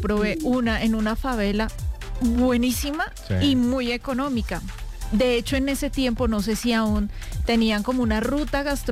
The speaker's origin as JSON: {"language": "Spanish", "country": "Colombia", "said": "como colombianos creo que sabemos cuidarnos."}